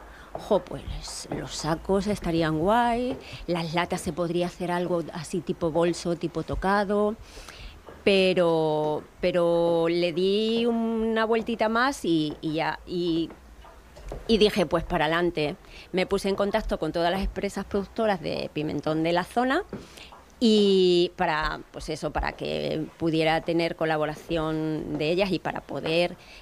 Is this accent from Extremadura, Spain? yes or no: yes; Extremadura, Spain; quería hacer algo relacionado con mi tierra. Y qué mejor que irme a mi tierra, repensarla un poco y decir... ¿Qué es lo más característico de la Vera? El pimentón